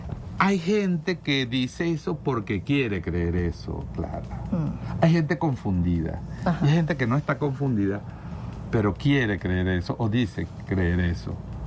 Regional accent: Venezuela; todos somos venezolanos, todos tenemos derecho

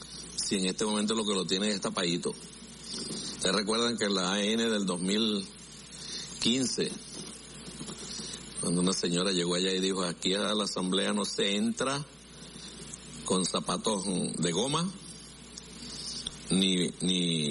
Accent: Venezuela

